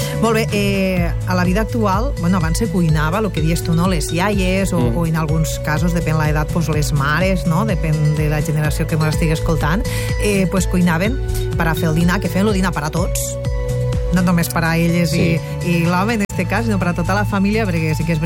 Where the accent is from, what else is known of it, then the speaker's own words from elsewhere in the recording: Catalonia, Spain; jo sóc del Montsià